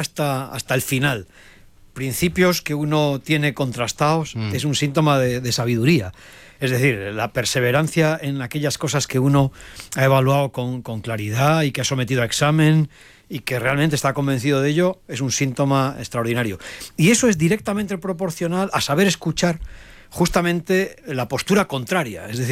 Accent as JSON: {"language": "Spanish", "town": "León", "region": "Castile and León", "country": "Spain", "said": "yo soy Cazurro de León"}